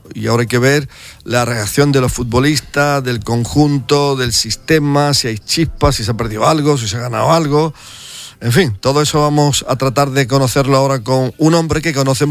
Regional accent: Spain; yo soy español.

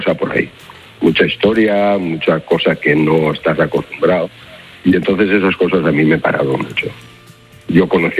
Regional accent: Gandia, Valencian Community, Spain; yo soy de Gandía. Aquí en Gandía, toda la gente de la época aquella

